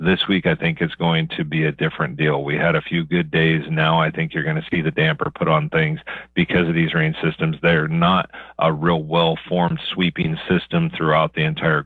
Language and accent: English; Kansas, United States; This is something that, you know, where I grew up in Western Kansas, it was kind of a regular thing.